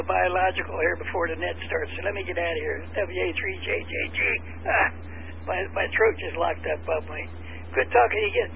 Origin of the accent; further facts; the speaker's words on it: Delaware, United States; I'm from Delaware